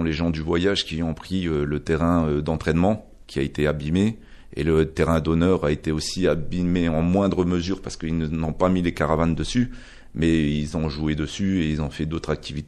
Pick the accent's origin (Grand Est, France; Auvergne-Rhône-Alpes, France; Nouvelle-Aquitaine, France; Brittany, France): Grand Est, France; Longwy; Moi, je viens de Longwy, hein, avec mes enfants, d'Erserange, de Réan, d'un peu partout, quoi.